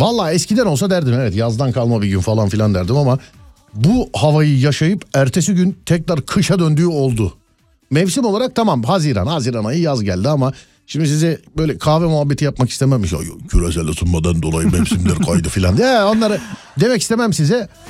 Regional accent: Şişli, Istanbul, Turkey; Benim köyümden mesela Şişli'den ikinci köprüye gitmeyi denediniz mi?

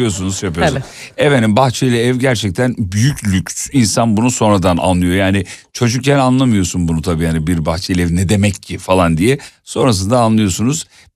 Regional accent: Sakarya, Turkey; Sakarya'da büyüdük yani, gider gelirdik.

